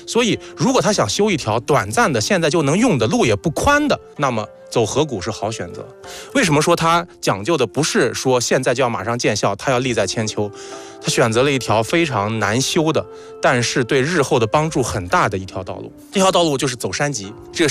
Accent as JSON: {"language": "Chinese", "region": "Shanxi", "country": "China", "tie": "born or raised there", "said": "我的老家山西啊"}